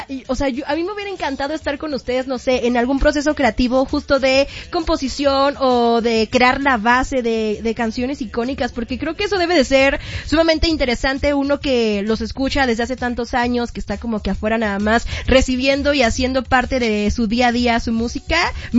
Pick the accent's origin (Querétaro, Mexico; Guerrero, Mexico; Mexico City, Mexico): Guerrero, Mexico; Acapulco; yo soy de Acapulco, Guerrero. Entonces, saber que muchas de las canciones de … nacieron en mis tierras, que son guerrerenses.